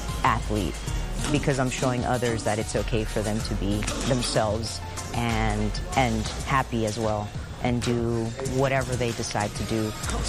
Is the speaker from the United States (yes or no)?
yes; Houston, Texas, United States; I grew up here in Houston, Texas. I was the only girl. Grew up the youngest of two, with two older brothers